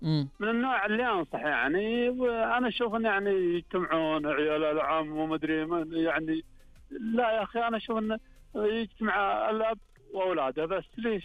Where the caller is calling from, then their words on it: Ar Rass, Al-Qassim, Saudi Arabia; والله أكلمك من الرش.